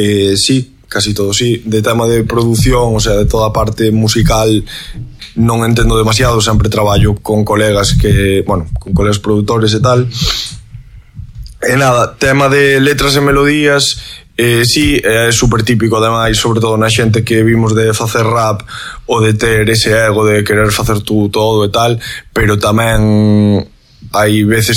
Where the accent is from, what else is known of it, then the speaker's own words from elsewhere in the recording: Galicia, Spain; son galego, falo galego, fai música en galego.